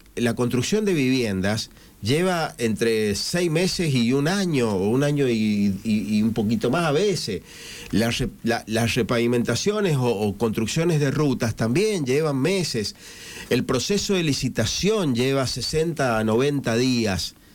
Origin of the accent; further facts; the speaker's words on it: San Juan, Argentina; somos todos sanjuaninos.